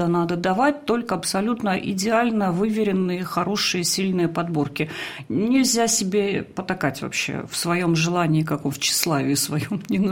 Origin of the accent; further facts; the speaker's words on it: Belarus; мы скажем, белорусы, посмотри в шуфлядке.